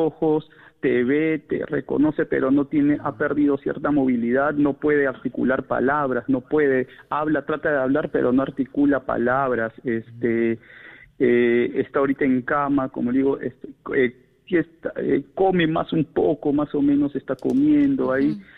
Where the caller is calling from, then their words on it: San Miguel, Lima, Peru; lo llamo desde San Miguel.